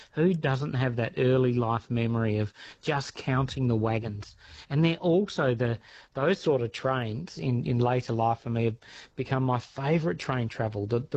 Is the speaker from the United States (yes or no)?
no; Western Australia, Australia; born or raised there